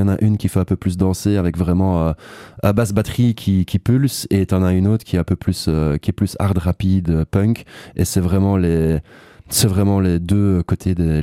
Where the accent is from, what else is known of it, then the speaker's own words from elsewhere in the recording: Liège, Wallonia, Belgium; je suis liégeois, donc je saurais pas te dire à quel point ça m'influence ou pas, vu que c'est moi.